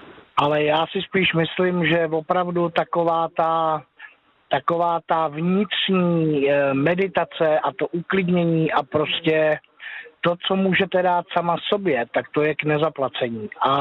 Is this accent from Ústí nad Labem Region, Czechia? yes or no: yes; Teplice, Ústí nad Labem Region, Czechia; já zrovna momentálně se vracím z Prahy domů, já jsem z Teplic a říkám náhodně, zkusím vytočit to číslo